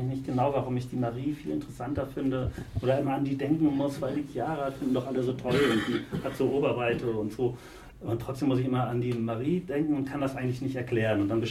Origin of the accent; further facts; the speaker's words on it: Northern Germany, Germany; Ich fremde ja als Norddeutscher mit solchen Begriffen sehr.